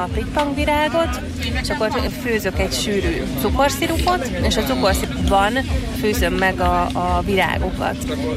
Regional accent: Kács, Borsod-Abaúj-Zemplén, Hungary; born there; Hát nagymamám, ő Kácsi, én itt születtem egyébként Kácson.

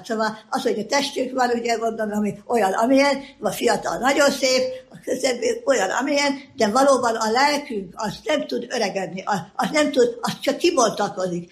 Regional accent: Esztergom, Komárom-Esztergom, Hungary; moved away; én Esztergomból születtem, és ott ültem föl, és hát az egyetemet is nem könnyen, de azt is el tudtam végezni

